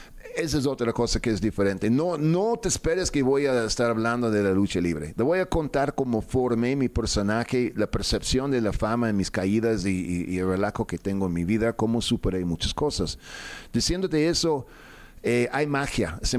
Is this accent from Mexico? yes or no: yes; Mexico City, Mexico; Soy chilango con acento, pues, ¿yo qué hago, no?